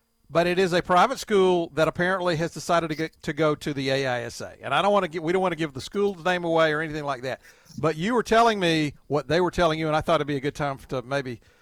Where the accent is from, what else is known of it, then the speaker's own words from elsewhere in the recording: Alabama, United States; We say, "Yeah, we're from Alabama."